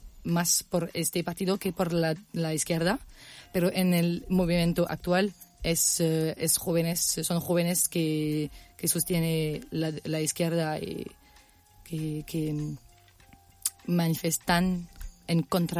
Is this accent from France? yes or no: yes; France; Spanish is a second language; now in Argentina; ¿Diferente de Francia?